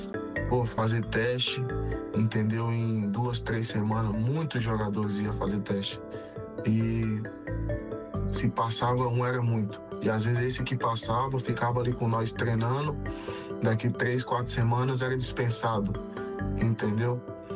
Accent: Manga, Minas Gerais, Brazil; Ainda mais eu que venho lá do interior de Minas, entendeu? E moro numa cidade muito pequena, que não me oferecia quase nada, entendeu?

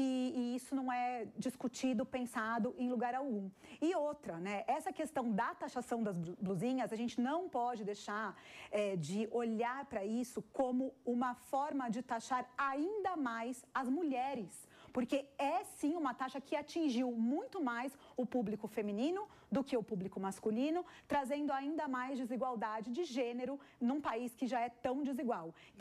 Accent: Brazil; Nós, enquanto brasileiras e brasileiros

